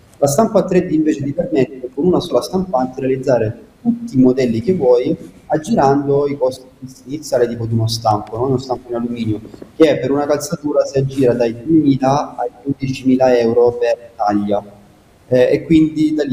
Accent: Casarano, Apulia, Italy; noi non sapevamo minimamente come si realizza una scarpa tradizionale, nonostante se io e Marco siamo nati e cresciuti a Caserano

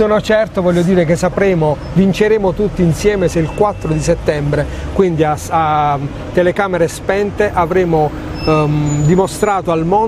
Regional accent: Taranto, Apulia, Italy; io sono un tarantino, c'ho una cozza a fianco al cuore

